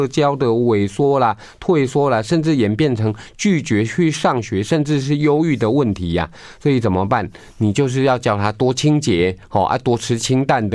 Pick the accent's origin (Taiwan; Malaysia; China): Taiwan; 最近这几年我们台湾人的饮食比较西化啦，